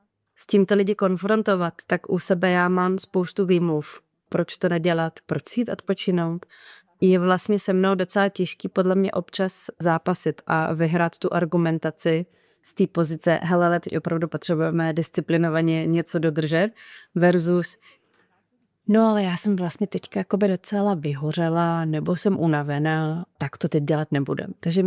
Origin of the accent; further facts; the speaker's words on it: Bruntál, Moravian-Silesian Region, Czechia; No, tak já jsem z Bruntálu